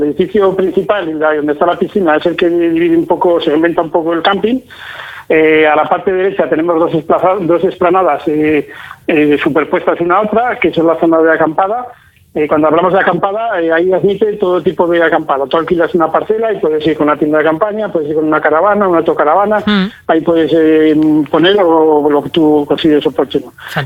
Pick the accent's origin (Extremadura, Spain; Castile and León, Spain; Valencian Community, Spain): Castile and León, Spain; Pradoluengo; Somos de aquí, de Pueblo Natal, somos de Natales de Pradoluengo